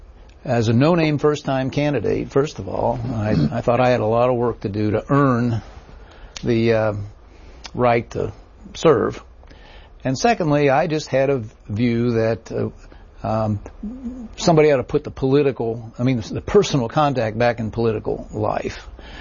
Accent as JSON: {"language": "English", "town": "Bristol", "region": "Tennessee", "country": "United States", "said": "You know, I'm a hick from Bristol, Tennessee."}